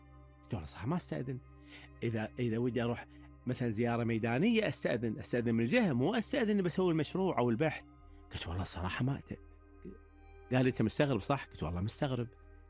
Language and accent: Arabic; Kuwait